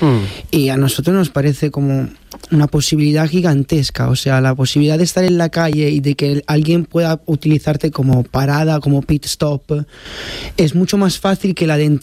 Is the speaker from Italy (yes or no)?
yes; Italy; Spanish is a second language; soy de italiano, de Italia